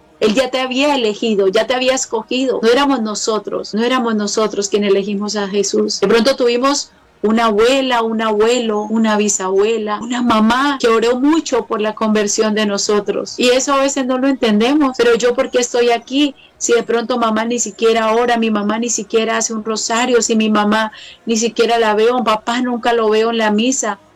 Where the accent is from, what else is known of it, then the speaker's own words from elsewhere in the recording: Meta, Colombia; Soy llanera, soy de una parte bastante donde es muy difícil hablar de Dios, pero Dios siempre está con nosotros.